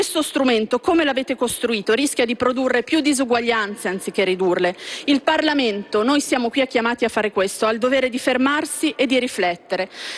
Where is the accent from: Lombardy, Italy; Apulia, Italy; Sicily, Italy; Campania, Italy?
Lombardy, Italy; non lo possiamo accettare perché questo provvedimento, lo dico da lombarda, farà male soprattutto e prima di tutto al nord.